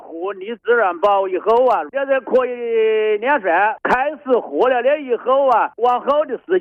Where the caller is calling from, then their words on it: Wuhan, Hubei, China; 我是黄陂蛇口的。